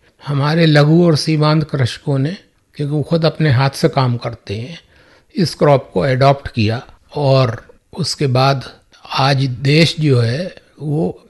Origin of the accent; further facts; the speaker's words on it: Moradabad district, Uttar Pradesh, India; now in Rampur, India; मेरा गांव जहाँ खेती है, ग्राम नगलिया जट